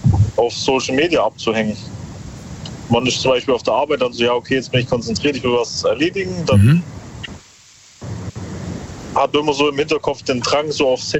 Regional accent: Heidenheim, Baden-Württemberg, Germany; Aus Heidenheim.

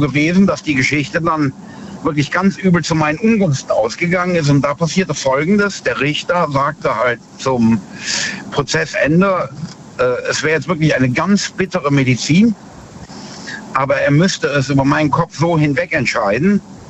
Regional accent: Bad Neuenahr, Rhineland-Palatinate, Germany; Aus Bad Neuenahr.

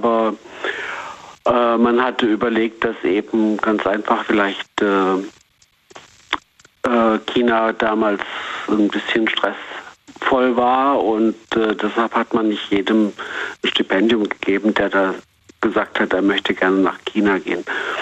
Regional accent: Zwingenberg, Baden-Württemberg, Germany; also born or lived in Beijing; Ich komme aus Zwingenberg im Neckartal und war 40 Jahre in Peking und war relativ gute Zeit.

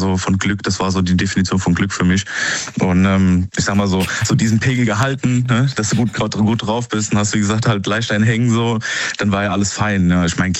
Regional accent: Rhineland-Palatinate, Germany; Zu Rheinland-Pfalz, und ich komme eigentlich aus Rheinland-Pfalz.

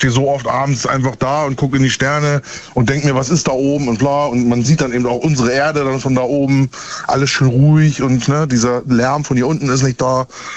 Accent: Hamburg, Germany; Aus Hamburg.

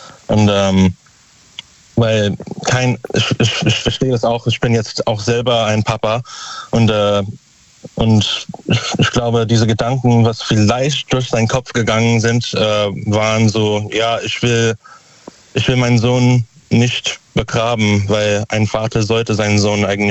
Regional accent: Überherrn, Saarland, Germany

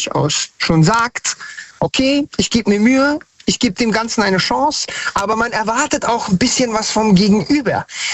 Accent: Frankfurt, Hesse, Germany; Oh nein, nein, bin ich aus Frankfurt am Main. Ich bin dann nach Hanau gezogen.

